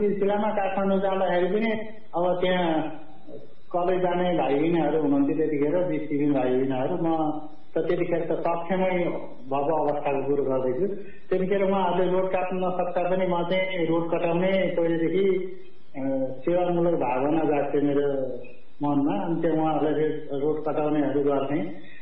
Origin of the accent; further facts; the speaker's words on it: Lumbini Province, Nepal; born there; मेरो जन्म यही रूपन्देहीमा भएको हो, 2032 सालमा।